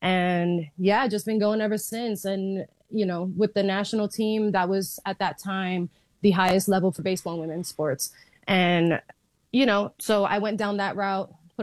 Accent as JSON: {"language": "English", "region": "New York", "country": "United States", "tie": "born or raised there", "said": "I'm a New Yorker born and raised here my entire life, still here."}